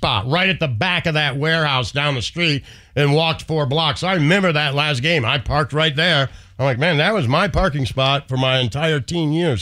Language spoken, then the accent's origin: English; Detroit, Michigan, United States; now in Kansas City, United States; even me and you growing up in Detroit